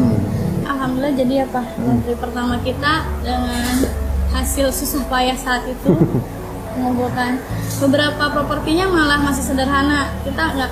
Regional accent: Karawang, West Java, Indonesia; Kalau saya asli dari Karawang.

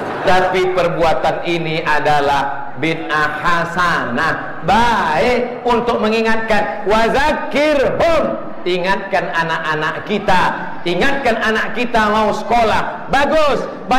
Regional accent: Riau, Indonesia; Di kampung halaman kami di Riau ada satu kabupaten namanya Indragiri Hilir.

